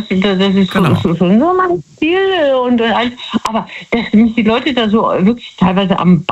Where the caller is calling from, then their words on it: Betzdorf, Rhineland-Palatinate, Germany; Aus Betzdorf.